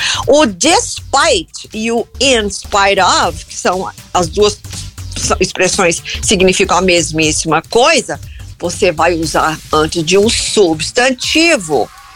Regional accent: Goiânia, Goiás, Brazil; now in California, United States; Goiana, americana

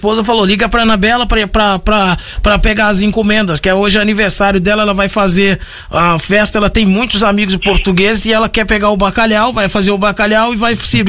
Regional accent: Minas Gerais, Brazil; Sou muito humilde, eu sou do interior de Minas Gerais. Tá aqui, eu só tô dando um recado, sou do interior de lá.

